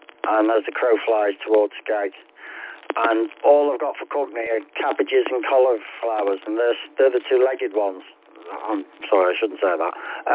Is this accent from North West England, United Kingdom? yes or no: yes; Liverpool, North West England, United Kingdom; moved away as an adult; I'm not originally from round here. I'm a Scouser, born and bred. My family's all over there. People get fed up of hearing me say that. I've been around here now about 38 years. Married local.